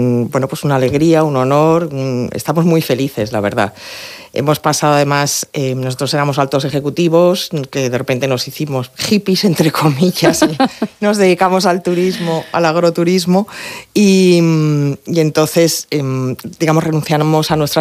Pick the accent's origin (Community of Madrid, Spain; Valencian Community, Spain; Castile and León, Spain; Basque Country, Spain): Community of Madrid, Spain; Madrid; moved away as an adult; also born or lived in New York; los dos somos de Madrid, criados en Madrid, educados en Madrid, pero los dos con raíces murcianas y con sangre murciana. Uh-huh. Los dos, cuando terminamos nuestras respectivas carreras, nos fuimos a vivir a Nueva York